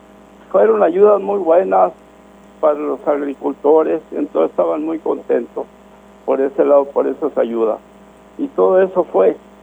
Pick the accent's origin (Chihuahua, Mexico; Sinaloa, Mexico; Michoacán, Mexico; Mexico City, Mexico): Chihuahua, Mexico; born there; Los tejidos donde yo nací y los alrededores todos eran 20 hectáreas por cabeza, por familia